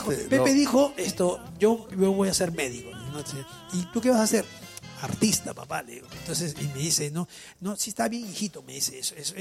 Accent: Piura, Peru; moved away; vengo de Piura

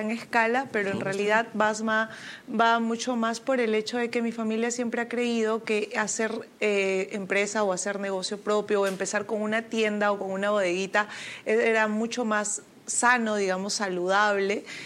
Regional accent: Jauja, Junín, Peru; Yo soy de Jauja, de la primera capital del Perú.

